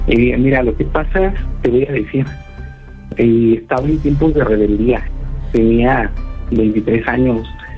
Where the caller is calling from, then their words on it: Xochimilco, Mexico City, Mexico; Ahí en Xochimilco, somos de Xochimilco los dos